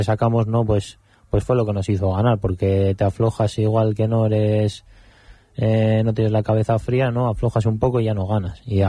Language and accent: Spanish; Castro Urdiales, Cantabria, Spain; todos somos de Castro